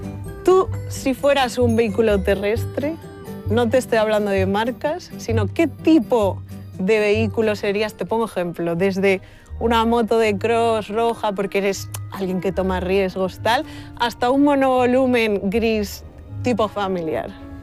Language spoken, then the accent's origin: Spanish; Cuenca, Castilla-La Mancha, Spain; tengo 31 años, vengo de Cuenca